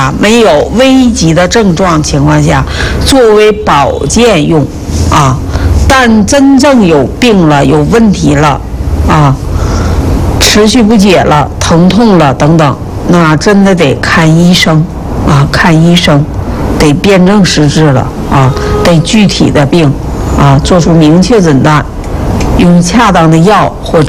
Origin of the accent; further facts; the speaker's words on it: China; 我们中国人